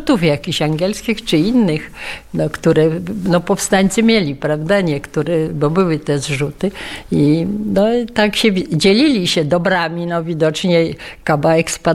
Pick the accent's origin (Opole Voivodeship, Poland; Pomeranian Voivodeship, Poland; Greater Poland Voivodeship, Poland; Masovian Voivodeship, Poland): Masovian Voivodeship, Poland; Warsaw; born there; urodzona w Warszawie jestem i całe moje dorosłe życie i pracę w Warszawie i moi rodzice też.